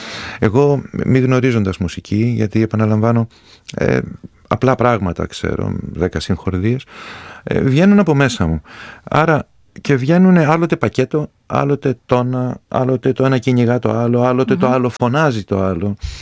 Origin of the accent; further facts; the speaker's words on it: Mytilene, North Aegean, Greece; Λέω Μυτιλίνη. Να λες ότι είμαι Μυτιλινιός, όχι ότι είμαι Έλληνας.